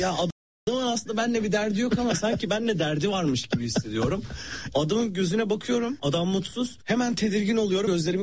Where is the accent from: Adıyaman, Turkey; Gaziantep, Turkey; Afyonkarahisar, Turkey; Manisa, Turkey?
Manisa, Turkey; Salihli; born there; Evet evet, çünkü Manisa'yla yani Salihli'de doğdum. Ben Salihli ile İzmir arası yine bir saat, bir buçuk saat var.